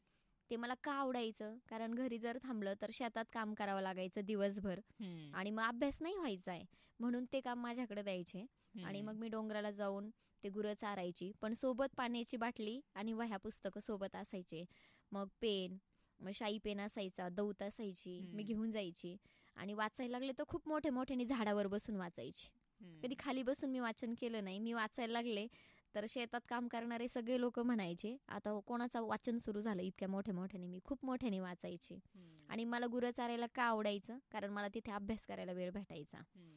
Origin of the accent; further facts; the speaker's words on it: Maharashtra, India; born there; माझ्या एक आत्या राहत होत्या पारनेरमध्येच, मी त्यांच्याकडे राहिली.